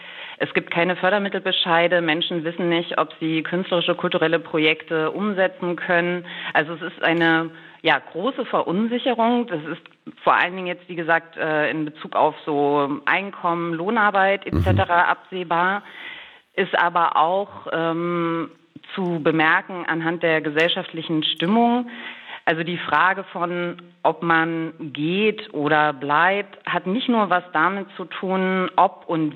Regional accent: Magdeburg, Saxony-Anhalt, Germany; Tatsächlich komme ich aus Magdeburg und bin hier Theaterschaffende

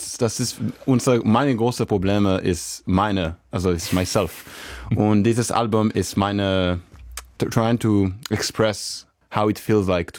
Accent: Israel; first language Hebrew; German is a second language; also einfach im Hebräisch, also meine Muttersprache.

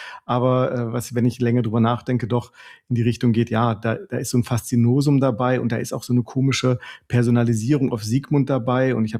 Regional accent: Halle, Saxony-Anhalt, Germany; born there; Ich muss dazu sagen, ich bin in diesem Bundesland geboren. Also ich komme ursprünglich aus Halle-Saale, dort 1985 geboren.

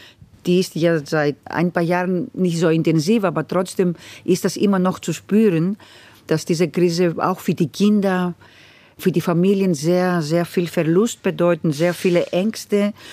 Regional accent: Kavala, Eastern Macedonia and Thrace, Greece; now in Germany; Ich bin Jahrgang 60 geboren in Nordgriechenland, in einer Hafenstadt, Kavala heißt die, sehr schöne Hafenstadt, in einer großen Freiheit, mit sehr viel Spiel, aber auch mit sehr großer Armut sind wir aufgewachsen.

